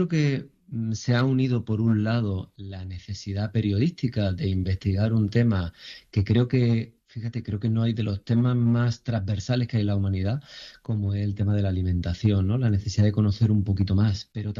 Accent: Jaén, Andalusia, Spain; soy de Jaén y de familia que ha trabajado el campo, ¿no?

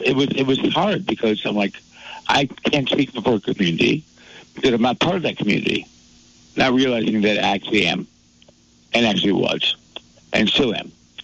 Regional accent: Saginaw, Michigan, United States; So for some reason, as a person of color, where I grew up in Saginaw, Michigan, and then I spent my summers when Saginaw got violent.

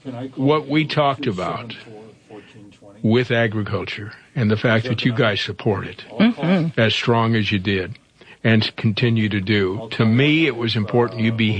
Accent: Iowa, United States; We're farm folks from Iowa that moved all over the country.

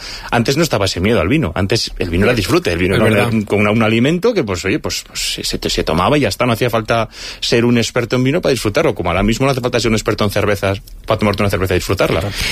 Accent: Labastida, Basque Country, Spain; bueno, mi pueblo es una zona que vive el 90% de los ingresos son del vino.

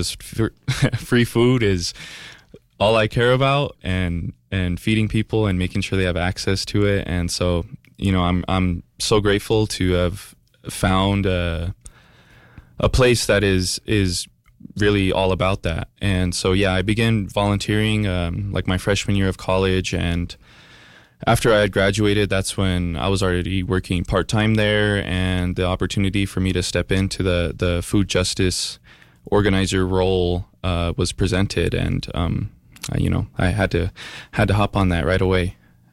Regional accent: Albuquerque, New Mexico, United States; So I was also born and raised in Albuquerque. Although I lived on the west side for majority of my life.

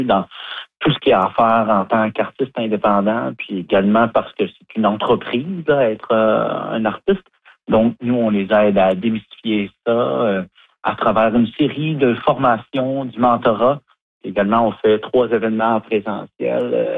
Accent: Quebec, Canada; En fait, moi, je viens du Québec

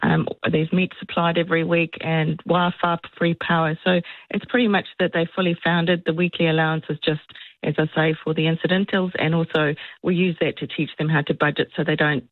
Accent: South Africa; now in New Zealand; It is, yes. Born and bred in South Africa, but a Kiwi citizen now.

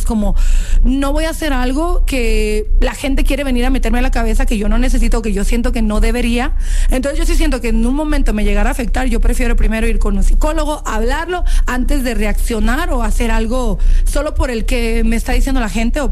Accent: Ameca, Jalisco, Mexico; moved away; Yo soy de Ameca, Jalisco.

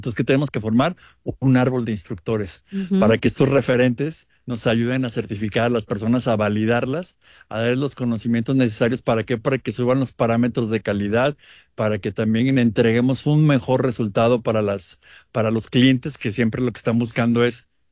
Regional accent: Guadalajara, Jalisco, Mexico; Entonces, yo vengo de Guadalajara, Giselle viene de México

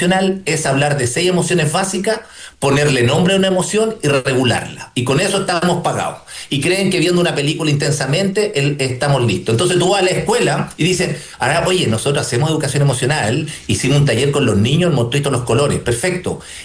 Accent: Chile

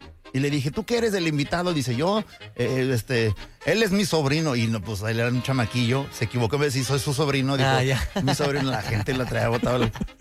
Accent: Mexico; Y dije, ¿cuál Barcelona? Soy mexicano.

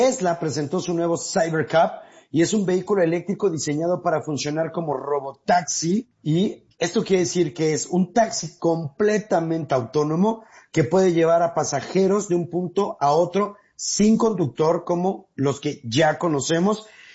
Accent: Mexico

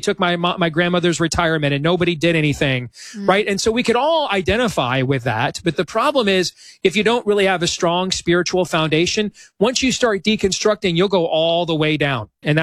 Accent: Iowa, United States; here in my home state of Iowa

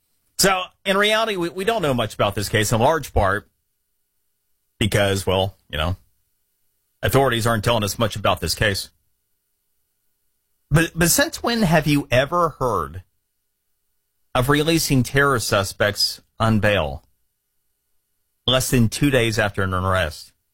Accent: Florida, United States; in my home state of Florida?

